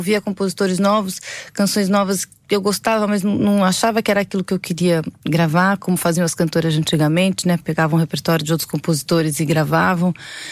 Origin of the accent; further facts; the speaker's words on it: São Paulo, Brazil; Sim, passei a vida inteira em São Paulo, vivendo na capital, aquela cidade maluca.